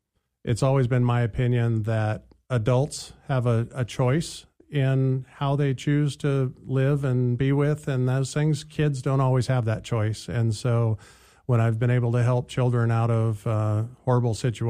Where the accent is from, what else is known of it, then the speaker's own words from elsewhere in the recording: Nebraska, United States; now in Anchorage, United States; I grew up in Nebraska, and so Nebraska was was a lot of country